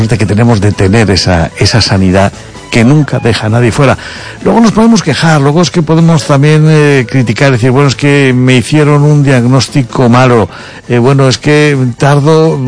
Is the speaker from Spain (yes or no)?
yes; Galicia, Spain; moved away; los emigrantes españoles cuando salimos de nuestro país y fuimos a otros países